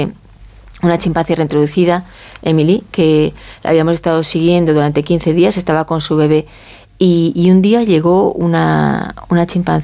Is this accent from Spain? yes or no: yes; Galicia, Spain; moved away